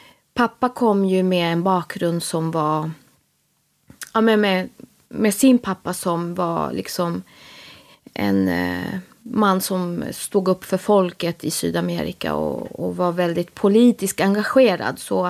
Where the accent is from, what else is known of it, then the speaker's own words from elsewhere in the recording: Haninge, Stockholm County, Sweden; född och uppvuxen i Stockholm i södra sidan, Jordbro, Haninge.